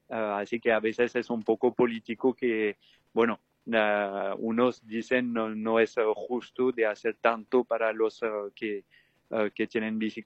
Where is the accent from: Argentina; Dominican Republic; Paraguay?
Paraguay; moved away; me parece que fue ayer que yo me fui de Paraguay, pero con el tiempo también hay personalmente que ver en la interioridad, bueno, cuál es mi vínculo con ese país y todo